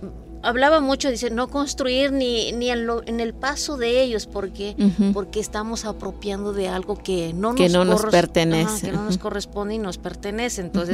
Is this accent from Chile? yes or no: no; Palmital, Veracruz, Mexico; yo soy de Palmital, de una comunidad allá, y orgullosamente, ay, pues, bueno, de allá.